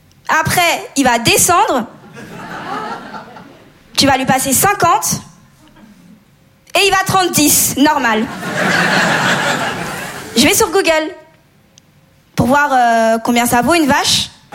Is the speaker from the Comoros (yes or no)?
yes; Comoros; Je suis comorienne, mauraise malgache. C'est des îles dans l'océan Indien.